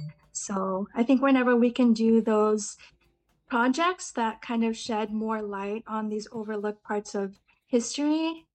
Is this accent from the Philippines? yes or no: yes; Philippines; Well, I think what makes me the proudest to be Filipino is when I see people practicing Bayanihan, you know, that spirit of helping others.